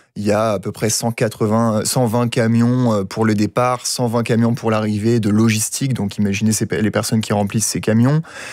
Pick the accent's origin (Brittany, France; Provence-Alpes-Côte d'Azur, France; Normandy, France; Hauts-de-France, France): Hauts-de-France, France; Bah, parce que je viens du Nord, j'ai envie de dire.